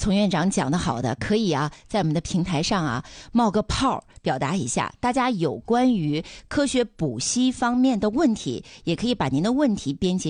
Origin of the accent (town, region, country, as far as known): Dalian, Liaoning, China